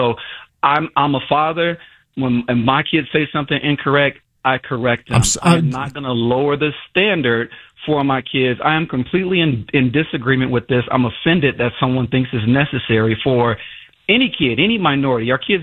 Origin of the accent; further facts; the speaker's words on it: Chicago, Illinois, United States; I grew up in Chicago in the 90s. Almost all of my teachers were African American women.